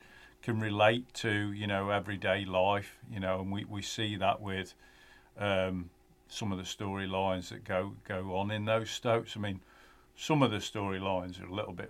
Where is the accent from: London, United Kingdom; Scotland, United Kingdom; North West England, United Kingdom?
North West England, United Kingdom; I grew up in Cheshire, so Coronation Street's probably 40 minutes away from there.